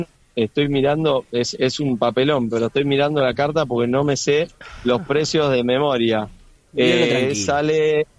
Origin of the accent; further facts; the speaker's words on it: Argentina; also born or lived in Switzerland; Yo he vivido en Suiza, sí. Soy argentino, pero vamos a hinchar por Argentina.